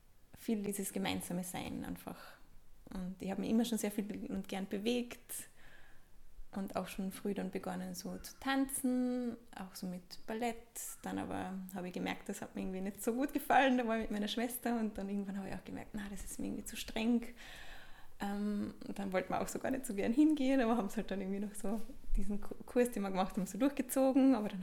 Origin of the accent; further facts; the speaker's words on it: Eberndorf, Carinthia, Austria; Genau, also ich bin geboren in Kärnten und aufgewachsen in Eberndorf. Das ist so ein kleiner Ort in Südkärnten.